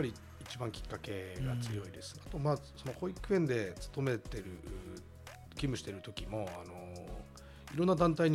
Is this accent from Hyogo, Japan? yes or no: no; Sendai, Miyagi, Japan; 自分のふるさと の, この仙台とか東北